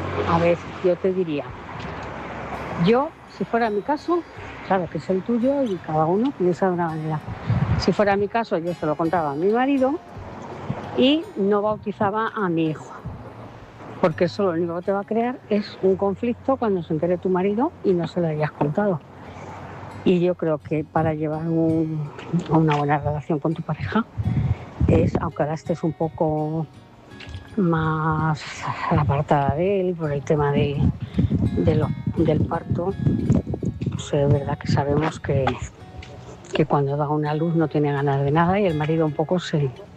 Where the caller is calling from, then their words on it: Móstoles, Community of Madrid, Spain; de Móstoles.